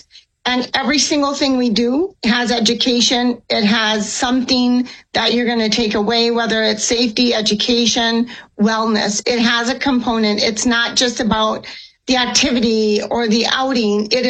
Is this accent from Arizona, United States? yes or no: yes; Phoenix, Arizona, United States; also born or lived in New Mexico; now in El Paso, United States; So number one, I came from Phoenix. I got into the hiking community. I was in New Mexico for 2 years. I looked up, nobody I knew was doing anything, and I looked up El Paso Hiking, found a meetup group.